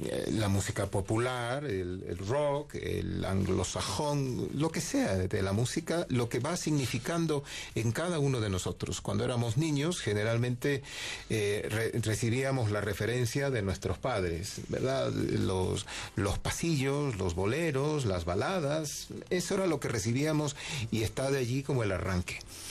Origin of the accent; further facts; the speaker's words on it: Coast, Ecuador; como soy de la costa